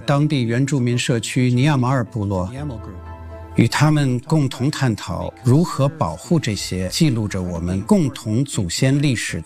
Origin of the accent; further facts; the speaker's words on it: Canada; moved away; 我在加拿大长大，从小就接触户外露营